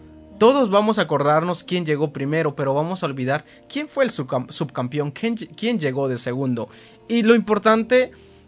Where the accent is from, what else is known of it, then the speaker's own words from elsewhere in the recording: Guatemala; moved away; Yo soy de Guatemala